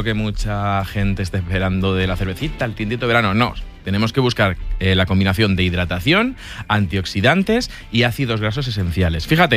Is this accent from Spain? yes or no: yes; Castilla-La Mancha, Spain